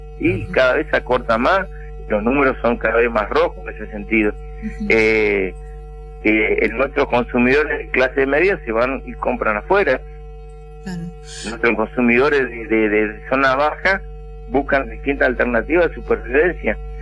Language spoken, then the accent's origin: Spanish; Argentina; seguimos siendo argentinos.